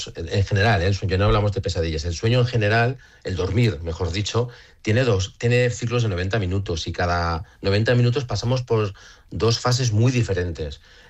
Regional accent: Madrid, Community of Madrid, Spain; para mí, que soy de Madrid, soy del centro, soy de secano

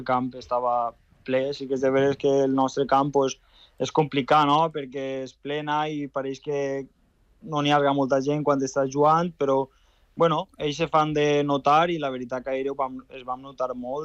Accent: Valencian Community, Spain; born there

